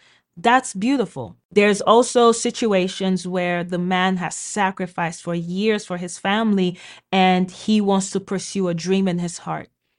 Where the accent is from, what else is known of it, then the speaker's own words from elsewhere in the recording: Nigeria; like I'm Nigerian, you know, having a maid and a nanny in Nigeria is, you know, very, very affordable.